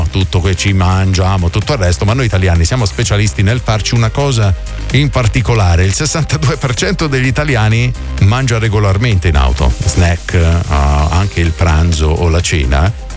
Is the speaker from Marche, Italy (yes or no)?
no; Rome, Lazio, Italy; dalle mie parti si dice il cornetto, no? La zona di Roma